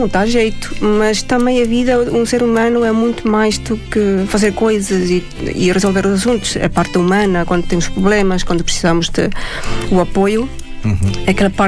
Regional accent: Estonia; Portuguese is a second language; moved away as an adult; now in Portugal

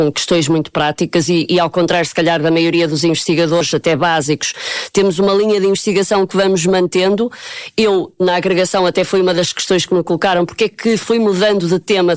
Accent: São João da Madeira, Aveiro, Portugal; moved away as an adult; eu sou de São João da Madeira, aos 18 anos a minha vida foi em São João da Madeira e depois é que fui para o Porto para a faculdade.

